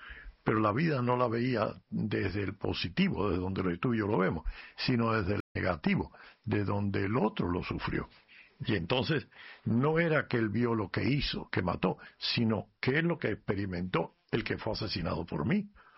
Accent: Cuba; yo estaba pensando en mi tierra, en Cuba. Y yo estaba diciendo, Dios mío, allí sí que no hay doctor, pero no hay medicina.

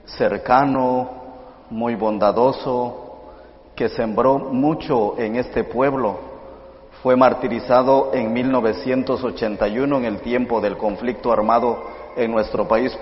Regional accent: Santiago Atitlán, Sololá, Guatemala; vengo de Guatemala, de la parroquia de Santiago Atitlán.

